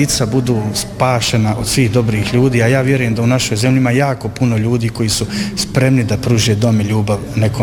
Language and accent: Bosnian; Federation of Bosnia and Herzegovina, Bosnia & Herzegovina; born there; ja rođen u jednom malom selu kod Gornjeg Vakufa u podnožju planine Vranice i rođen sam u Ikavici